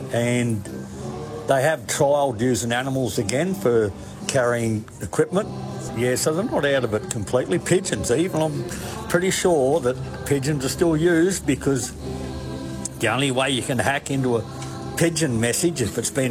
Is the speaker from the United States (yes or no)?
no; Grong Grong, New South Wales, Australia; A little town called Grongrong in the Riverina of New South Wales, on the Newell Highway, which is the main road, Brisbane to Melbourne.